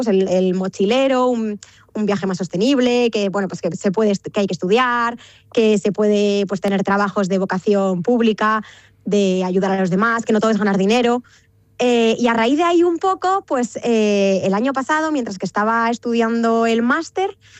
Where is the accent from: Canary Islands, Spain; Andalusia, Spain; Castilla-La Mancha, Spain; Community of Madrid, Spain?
Castilla-La Mancha, Spain; Guadalajara; Sí, me he venido hoy, yo soy de Guadalajara, pero bueno, me he venido hoy a pasar aquí